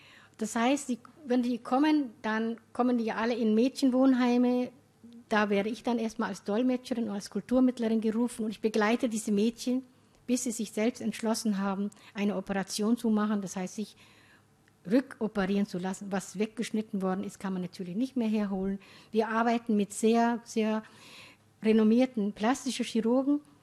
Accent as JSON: {"language": "German", "country": "Somalia", "tie": "born or raised there", "said": "in Somalia, das kenne ich nicht. Ich bin in Hemd und Hose, als Nomadin in kleines Tuch, aber sonst bin ich in Hemd und Hose aufgewachsen."}